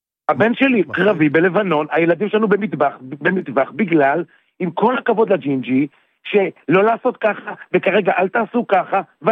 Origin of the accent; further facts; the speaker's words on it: Central District, Israel; אני מהמרכז.